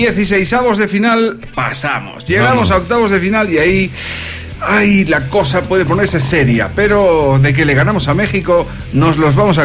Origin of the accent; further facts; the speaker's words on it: Ecuador; Es que, como buen ecuatoriano, vamos a la supletoria.